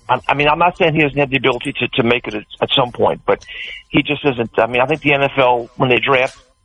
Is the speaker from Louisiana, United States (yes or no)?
yes; New Orleans, Louisiana, United States; I'm from New Orleans. My father was All-American at LSU, so I'm a big LSU fan.